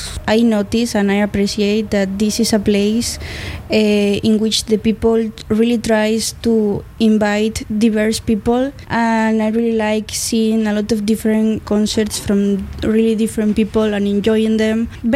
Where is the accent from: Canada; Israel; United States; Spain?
Spain; English is a second language; I'm from Spain too. I'm a volunteer and my role here is being part of the tech crew.